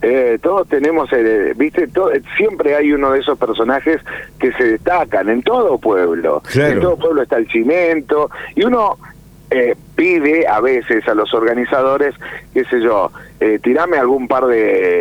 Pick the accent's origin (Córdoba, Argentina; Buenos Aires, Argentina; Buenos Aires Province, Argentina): Córdoba, Argentina; Morteros; moved away as an adult; now in Brinkmann, Argentina; Yo nací en Morteros.